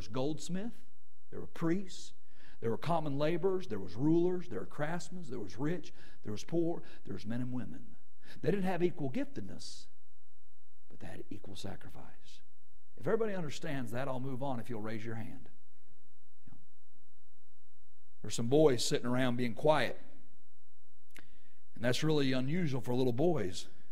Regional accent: Arkansas, United States; I'm from Arkansas and I can't pronounce them

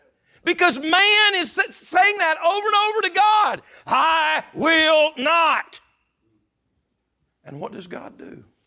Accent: Southern United States, United States; I'm a Southerner, born and bred.

